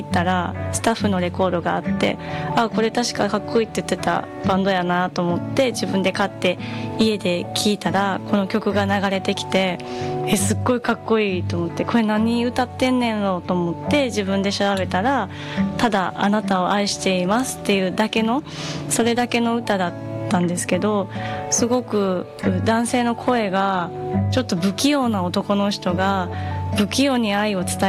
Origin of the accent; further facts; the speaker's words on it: Kyoto, Japan; 京都出身なので、もう京都が大好きで、で大好きで、よく2ヶ月に1回ぐらいは帰ってるんですけど